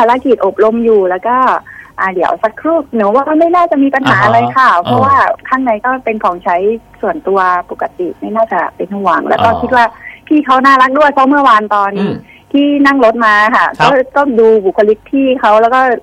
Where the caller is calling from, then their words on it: provinces outside Bangkok, Thailand; ถึงหนูจะเป็นคนต่างจังหวัด